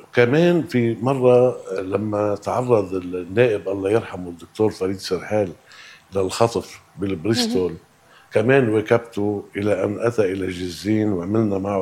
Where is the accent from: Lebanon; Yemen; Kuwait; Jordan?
Lebanon; أنا شخص لبناني عشت حياة رايقة